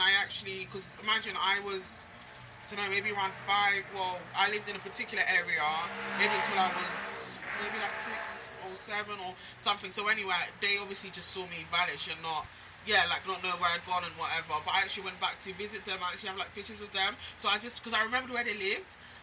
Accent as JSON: {"language": "English", "region": "London", "country": "United Kingdom", "tie": "born there", "also_born_or_lived": "Sierra Leone / Netherlands", "said": "And then I grew up here, like I mentioned, in Northwest London. So I grew up in Harsden."}